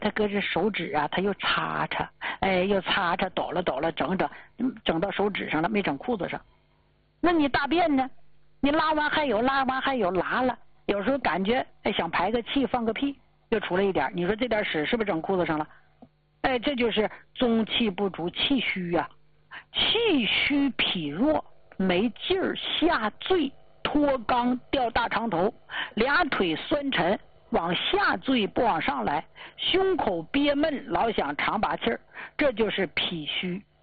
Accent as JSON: {"language": "Chinese", "region": "Northeast China", "country": "China", "said": "我说这话咱们东北人都知道啊，"}